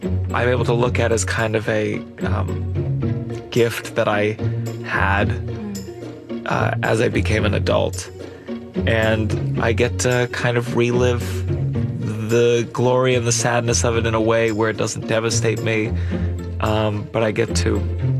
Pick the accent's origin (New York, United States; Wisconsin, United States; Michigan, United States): New York, United States; New York City; I'm from New York City.